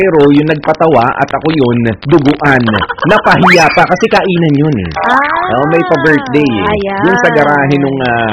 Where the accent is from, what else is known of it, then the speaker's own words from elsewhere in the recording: Marikina, Metro Manila, Philippines; moved away; taga Marikina ako eh. Dati, ha?